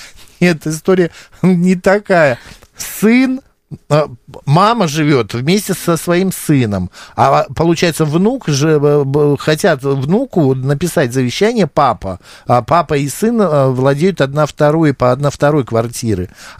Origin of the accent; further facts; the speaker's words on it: Moscow, Russia; Я москвич, сын живет на Дальнем Востоке.